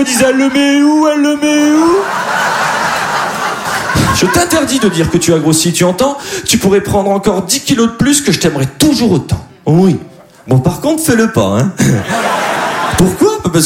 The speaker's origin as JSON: {"language": "French", "town": "Dunkirk", "region": "Hauts-de-France", "country": "France", "said": "Eh bien, moi, je suis de Dunkerque. Et vous voyez bien, je parle bien. Je conjugue les verbes. Vous me croyez quand même. Mais je suis très content d'être à Paris."}